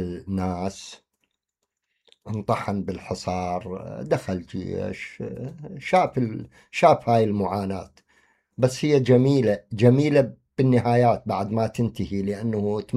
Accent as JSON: {"language": "Arabic", "country": "Iraq", "said": "أنا أنطلق من كوني عراقي"}